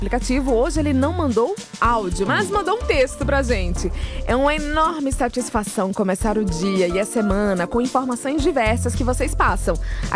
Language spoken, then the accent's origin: Portuguese; Sergipe, Brazil; A gente aqui em Sergipe tem muito Oxente. Eu falo muito Oxe.